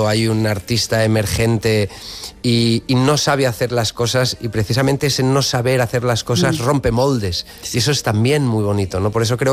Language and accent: Spanish; Spain